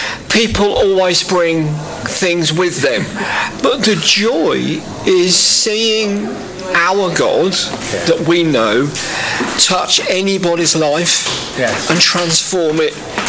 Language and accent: English; South East England, United Kingdom; Yeah, well, I'm actually from the South Coast, so I come from Kingdom Faith Church, which is based in Horsham.